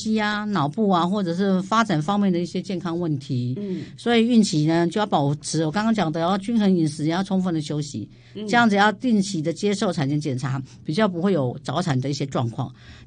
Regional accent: Taiwan; 因为我们台湾人比较保守嘛

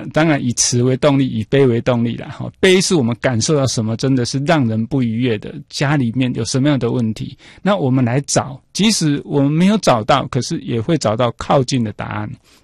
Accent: Taiwan; 那我们台湾人是不用训练的

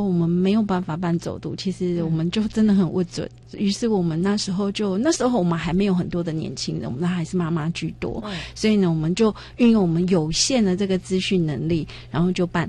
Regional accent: Hualien County, Taiwan; now in Xinzhuang, Taiwan; 以前因为我是花莲人

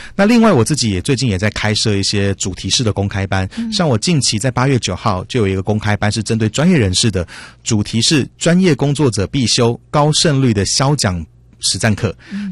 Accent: Taiwan; 像我是做行销的，在台湾的英文我们说 marketing， 对不对？

